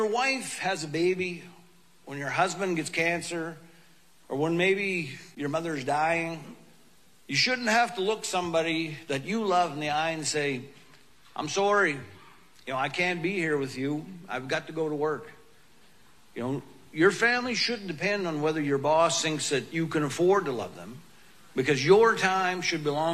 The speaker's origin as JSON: {"language": "English", "town": "Allagash", "region": "Maine", "country": "United States", "tie": "born or raised there", "said": "I grew up in Allegash, about as far north as you can go in Maine without actually ending up in Canada."}